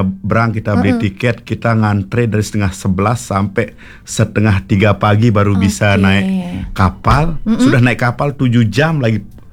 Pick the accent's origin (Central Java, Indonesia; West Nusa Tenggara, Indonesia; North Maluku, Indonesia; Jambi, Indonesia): West Nusa Tenggara, Indonesia; Lombok; Lahir di Lombok.